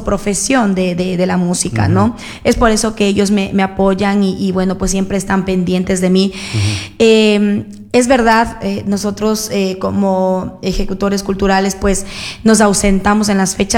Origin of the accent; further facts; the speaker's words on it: Ecuador; como ecuatorianos tenemos un diverso gusto por los géneros musicales.